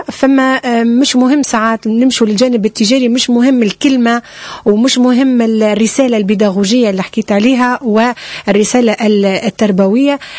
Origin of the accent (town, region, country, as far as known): Tunisia